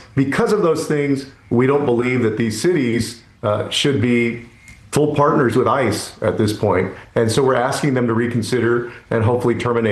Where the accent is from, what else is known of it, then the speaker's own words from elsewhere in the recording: Bexar County, Texas, United States; Bexar County, which is the fourth largest county in Texas in my hometown